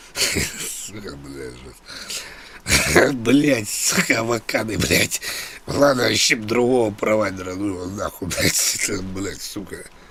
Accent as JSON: {"language": "Russian", "region": "Moscow", "country": "Russia", "tie": "born or raised there", "said": "Да, Чертановская, Москва, я здесь, я москвич коренной."}